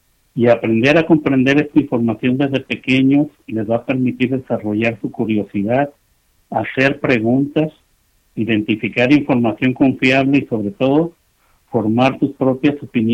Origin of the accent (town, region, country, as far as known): Mexico